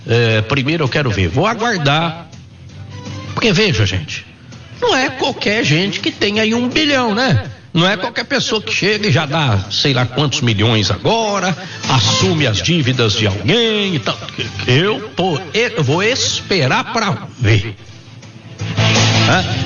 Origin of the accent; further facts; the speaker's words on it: Minas Gerais, Brazil; Porque é duro, eu sou mineiro é desconfiado, entendeu?